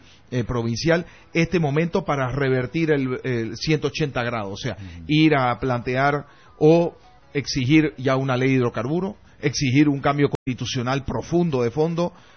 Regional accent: Santa Cruz, Bolivia; cómo somos, pues, los cruceños.

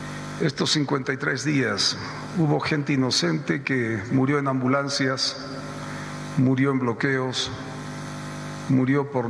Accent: Bolivia; pero también como boliviano, pude identificar es cuál es el destino de la paz, cuál es la visión, cuál es la ruta crítica de construcción de la paz como departamento

